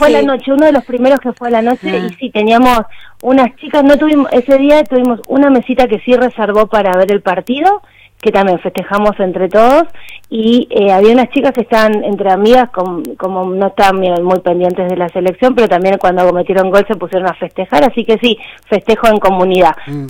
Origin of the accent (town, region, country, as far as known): Argentina